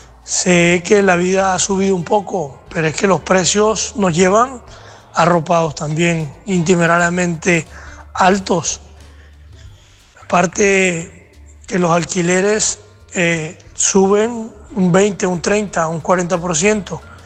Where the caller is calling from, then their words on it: La Rambla, Andalusia, Spain; Soy de Andalucía, La Rambla.